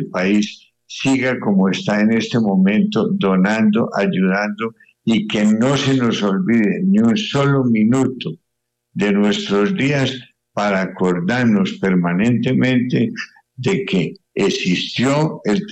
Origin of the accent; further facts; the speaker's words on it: Colombia; yo soy un colombiano más